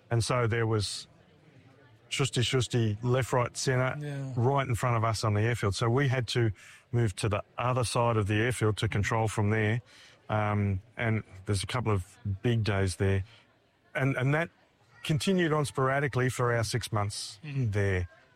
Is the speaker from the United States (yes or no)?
no; Australia; I'm Australian.